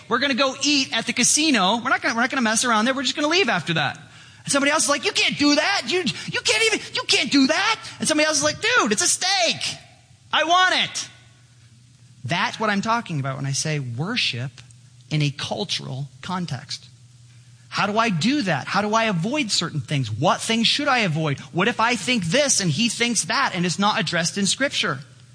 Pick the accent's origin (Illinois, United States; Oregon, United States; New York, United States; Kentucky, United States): Illinois, United States; Chicago; Well, back in Chicago, there was a casino in my hometown.